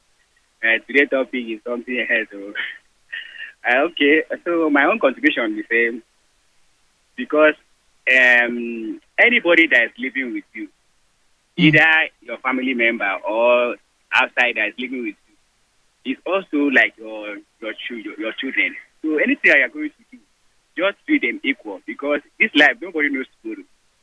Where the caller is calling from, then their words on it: Lagos, Nigeria; I'm calling from Sangotedo.